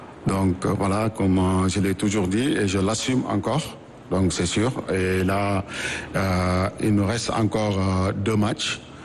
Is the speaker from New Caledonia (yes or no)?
no; Senegal; Je pense que nous, en tant que Sénégalais, le patriotisme est au-dessus de tout.